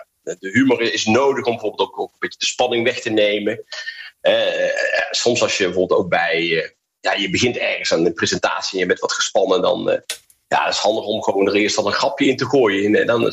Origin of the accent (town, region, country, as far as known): Netherlands; moved away